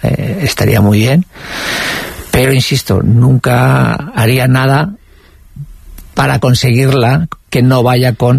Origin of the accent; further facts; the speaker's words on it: Basque Country, Spain; donde viví toda mi infancia, hasta que me marché de casa, que está en un barrio obrero en Zaramaga